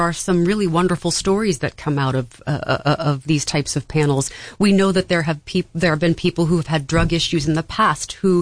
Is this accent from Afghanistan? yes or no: no; Elk County, Pennsylvania, United States; moved away; I am from Elk County. I grew up in Western Pennsylvania